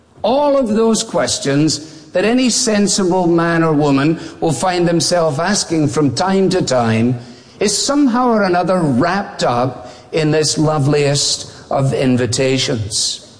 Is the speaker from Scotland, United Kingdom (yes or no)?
yes; Scotland, United Kingdom; And as a Scot, that was and remains a significant issue.